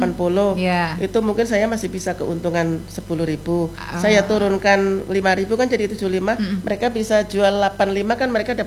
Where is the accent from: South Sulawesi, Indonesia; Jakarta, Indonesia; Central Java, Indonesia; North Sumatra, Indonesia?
Central Java, Indonesia; Kebumen; now in Jambi, Indonesia; kalau di Kebumen itu kan di kampung saya.